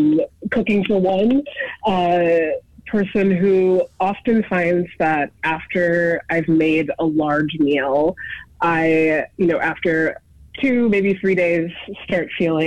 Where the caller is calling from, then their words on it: St. Paul, Minnesota, United States; I'm calling from St. Paul, Minnesota.